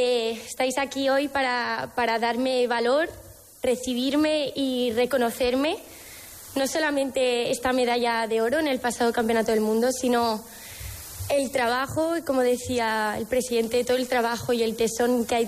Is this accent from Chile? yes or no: no; Aragon, Spain; acabo de ser conocedora de este gran reconocimiento como aragonesa, la medalla al mérito deportivo.